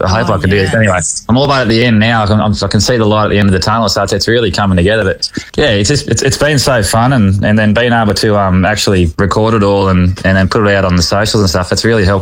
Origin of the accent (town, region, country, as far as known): Boggabri, New South Wales, Australia; born or raised there